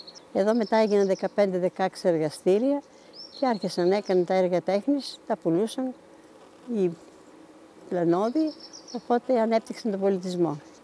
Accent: Ioannina, Epirus, Greece; also born or lived in Kalarrytes; Εγώ γεννήθηκα καλοκαίρι εδώ πέρα, αλλά μεγάλωσα Γιάννηνα.

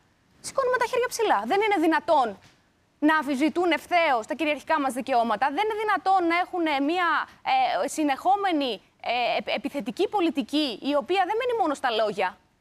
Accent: Macedonia, Greece; ως Μακεδόνισσα

